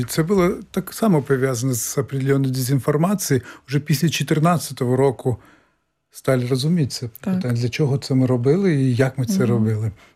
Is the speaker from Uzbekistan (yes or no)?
yes; Uzbekistan; born there; first language Crimean Tatar; Ukrainian is a second language; moved away; я то був Узбекистан, там навіть в нашій школі узбекська мова була спеціальним класом окремим. Тобто не російська була, а узбекська, а все остальне було російською мовою. Ну і, звичайно ж, в цих условіях я потеряв знання кримсько-татарської мови